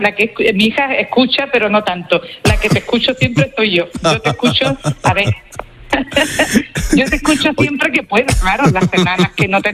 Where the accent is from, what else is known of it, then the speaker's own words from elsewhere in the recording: Tarifa, Andalusia, Spain; moved away; No, me gusta mucho hablar, yo soy andaluza, yo estoy aquí, vine aquí buscando trabajo y ya me quedé aquí.